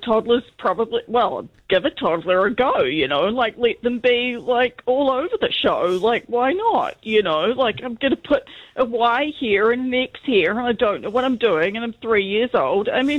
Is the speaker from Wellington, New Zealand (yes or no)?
no; Hamilton, Waikato, New Zealand; now in Auckland, New Zealand; I'm actually from Hamilton. I'm not from Auckland. But I do live here.